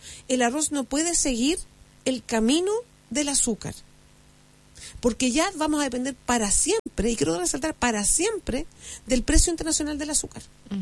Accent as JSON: {"language": "Spanish", "country": "Chile", "said": "nosotros, como chilenos y chilenas, que éramos productores de azúcar, dejamos de producir azúcar."}